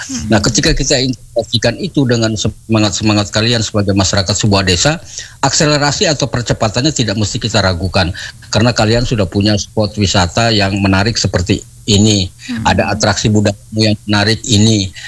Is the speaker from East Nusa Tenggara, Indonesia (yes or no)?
yes; East Nusa Tenggara, Indonesia; khususnya orang Kabupaten Sika